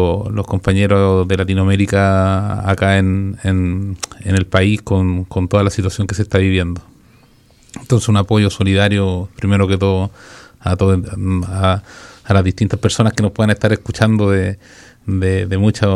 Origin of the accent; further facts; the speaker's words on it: Valparaíso, Chile; vengo de Valparaíso, de Chile.